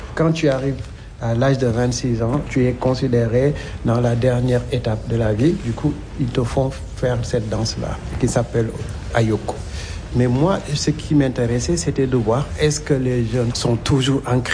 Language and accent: French; Senegal; born there; pourtant je suis né au Sénégal